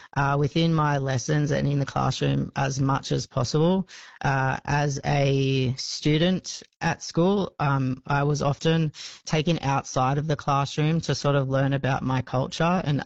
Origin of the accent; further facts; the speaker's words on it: Newcastle, New South Wales, Australia; I'm an Aboriginal man born and raised on Awabakal country in Newcastle, New South Wales.